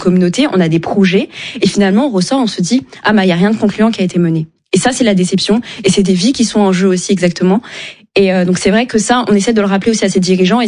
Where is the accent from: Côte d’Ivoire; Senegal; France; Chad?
Chad; Je suis tchadienne, bien sûr. Mais je n'ai pas la science infuse sur tous les territoires du Tchad